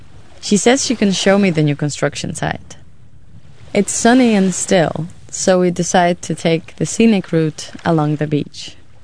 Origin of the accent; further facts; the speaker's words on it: Poland; moved away; a decade, and I don't live in Poland anymore. But being immersed in this beauty makes me appreciate my home country even more.